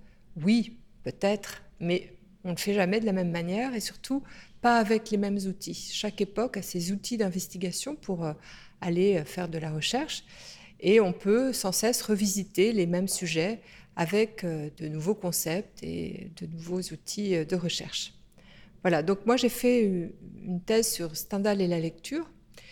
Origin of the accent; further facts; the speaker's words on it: Brittany, France; moved away as an adult; now in Grenoble, France; Et ben moi, ça fait bientôt 36 ans que j'habite à Grenoble. Je viens d'un pays plutôt de la mer. Je viens de Bretagne, hein, mes racines sont bretonnes.